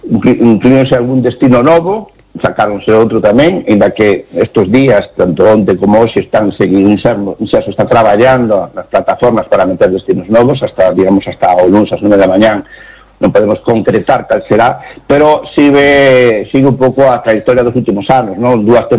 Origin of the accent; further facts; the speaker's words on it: Galicia, Spain; sino tamén a donde vamos nós tamén como galegos.